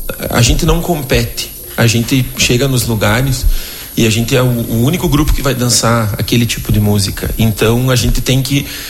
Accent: Brazil; a gente passa muito trabalho explicando que a gente é do Brasil.

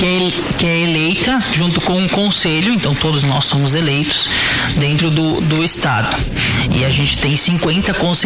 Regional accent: Garibaldi, Rio Grande do Sul, Brazil; also born or lived in Caxias do Sul; now in Nova Prata, Brazil; Sou do CTG, do Centro de Tradições Gaúchas, Sentinela da Serra de Garibaldi. Eu sempre participei lá, depois eu morei em Caxias, também atuei bastante em Caxias. Formei em Direito, vim morar em Nova Prata

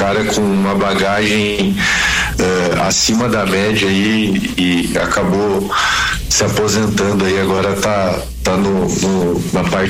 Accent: Santa Catarina, Brazil; now in Bento Gonçalves, Brazil; Eu sou natural de Santa Catarina.

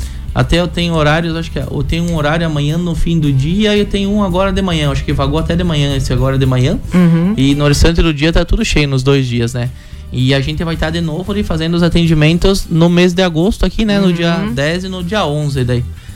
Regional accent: Brazil

